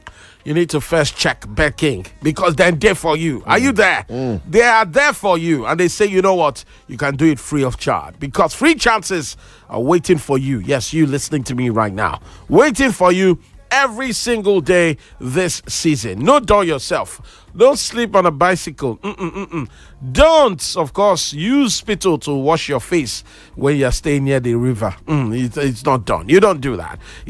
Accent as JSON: {"language": "English", "country": "Nigeria"}